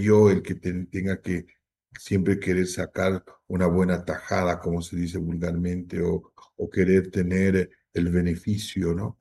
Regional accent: Bolivia; Como bolivianos, tenemos que reflexionar todos, ¿no?

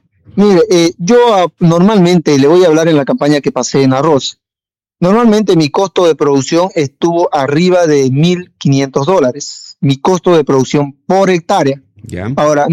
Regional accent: Bolivia

